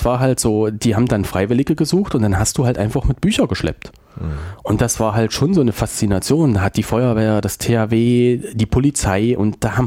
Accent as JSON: {"language": "German", "town": "Weimar", "region": "Thuringia", "country": "Germany", "tie": "born or raised there", "said": "Ich bin gebürtiger Weimarer, befasse mich ganz viel"}